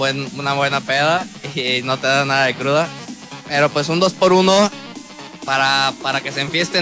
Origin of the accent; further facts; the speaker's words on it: Jalisco, Mexico; Nosotros venimos desde Jalisco tratando de ofrecer un buen tequila, ¿no? Y promoviendo básicamente el tequila de Jalisco.